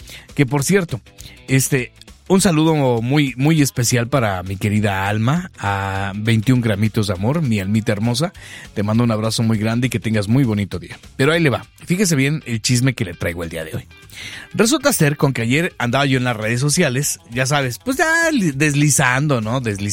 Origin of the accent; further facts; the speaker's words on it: Guadalajara, Jalisco, Mexico; somos de Guadalajara